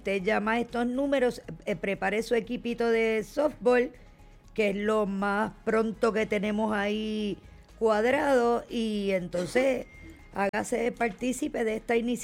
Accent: Fajardo, Puerto Rico; Ustedes saben que nosotros somos de aquí. Somos cariduros

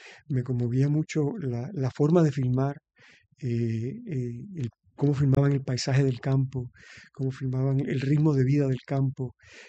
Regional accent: Aguada, Puerto Rico; Inclusive una de las películas se filmó en mi pueblo, en Aguada.

